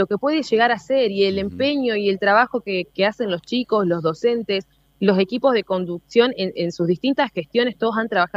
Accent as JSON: {"language": "Spanish", "region": "Santa Fe", "country": "Argentina", "tie": "born or raised there", "moved": "yes", "lives_now": "Paraná, Argentina"}